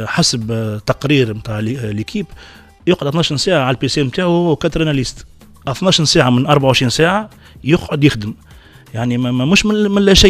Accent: Tunisia

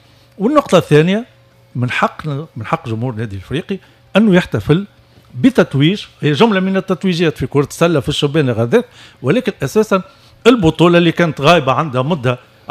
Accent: Tunisia; لقينا التجاوب بلدي تونس

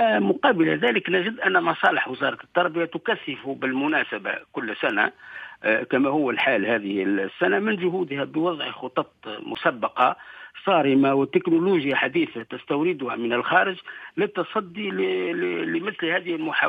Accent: Tunisia

